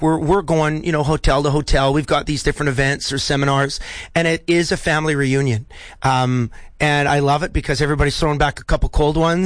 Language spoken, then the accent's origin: English; Canada; As a Canadian, you're never, ever allowed to brag, because if you do that, they take away your passport.